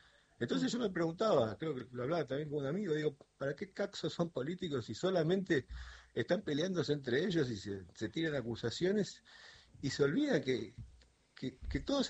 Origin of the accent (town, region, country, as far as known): Argentina